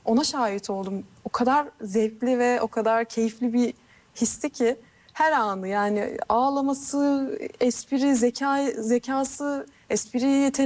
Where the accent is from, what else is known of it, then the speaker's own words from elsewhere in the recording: Ankara, Turkey; moved away as an adult; now in Istanbul, Turkey; İstanbul'da yaşayan bir Ankaralı olarak iyi ki Ankaralıymışım diyorum.